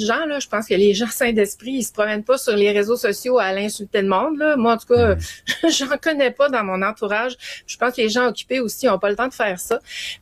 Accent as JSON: {"language": "French", "region": "Quebec", "country": "Canada", "said": "chez nous au Québec"}